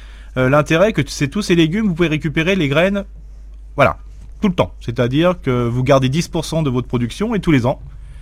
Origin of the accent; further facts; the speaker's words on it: Grand Est, France; on est alsacien